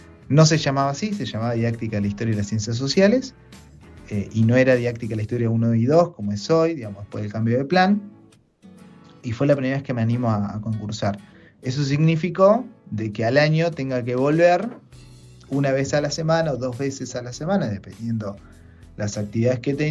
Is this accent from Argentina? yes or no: yes; Beltrán, Argentina; yo me crié un poco acá adentro, ¿no? Es como nacido y criado en Beltrán y nacido y criado en el instituto.